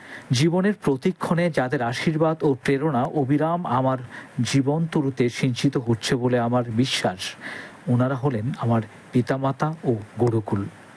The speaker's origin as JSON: {"language": "Bangla", "town": "Belonia", "region": "Tripura", "country": "India", "tie": "born or raised there", "said": "প্রাণপ্রিয় ছোট্ট মহকুমা শহর বিলোনিয়াস্থিত কলেজ স্কোয়ারে আমার বেড়ে ওঠা।"}